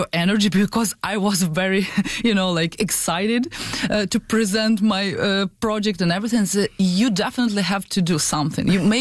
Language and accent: English; Ukraine; now in Canada; A little bit based on my own story as well, because I came from Ukraine as well, but I'm not an actress. And of course, as a newcomer, I faced all the challenges that usually face every single newcomer.